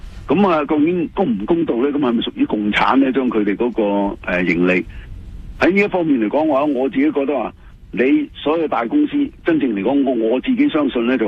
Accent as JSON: {"language": "Cantonese", "country": "Canada", "said": "我哋加拿大人"}